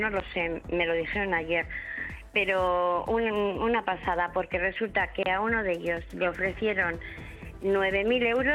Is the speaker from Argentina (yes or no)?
no; Erandio, Basque Country, Spain; yo tengo toda una vida aquí. Luego, Erandio, vamos, es mi pueblo de siempre, de mis antepasados, de toda una vida